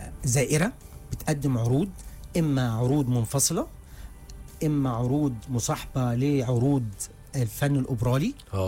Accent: Egypt; احنا مصريين

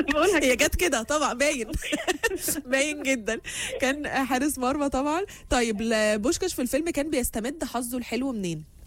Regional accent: Egypt; يعني بحس ان احنا كمصريين عامه مميزين قوي في الحته دي، ان احنا نتحدى الظروف.

